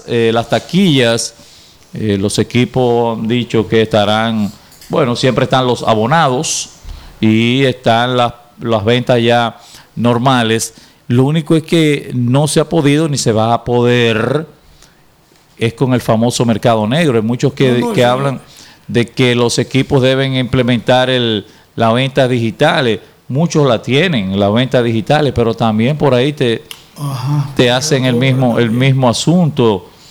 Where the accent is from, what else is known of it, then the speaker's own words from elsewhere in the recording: Dominican Republic; así somos los dominicanos